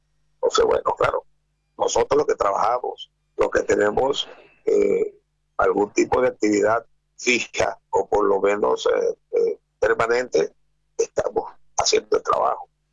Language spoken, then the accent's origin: Spanish; Venezuela; Venezuela es algo, no lo digo como venezolano, no soy nacionalista ni regionalista en el mal sentido